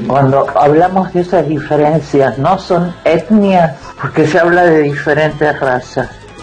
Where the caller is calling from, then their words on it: Temperley, Buenos Aires Province, Argentina; de Temperley.